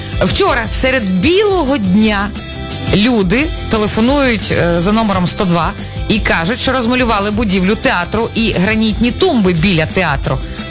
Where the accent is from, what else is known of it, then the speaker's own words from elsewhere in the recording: Rivne, Rivne Oblast, Ukraine; Я живу в Рівному, все життя від народження, це моє рідне місто, я його люблю і обожнюю